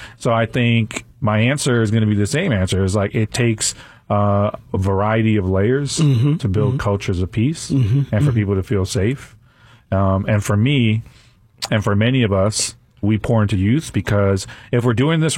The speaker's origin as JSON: {"language": "English", "town": "New York City", "region": "New York", "country": "United States", "moved": "as an adult", "lives_now": "Charlotte, United States", "said": "I think I'm originally from New York City."}